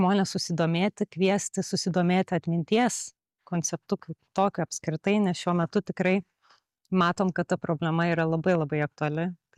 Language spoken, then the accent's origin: Lithuanian; Darbėnai, Klaipėda County, Lithuania; now in Šiauliai, Lithuania; aš esu iš Darbėnų, miestelio kitame Lietuvos krašte, bet taip pat su labai panašia istorija kaip Žagarės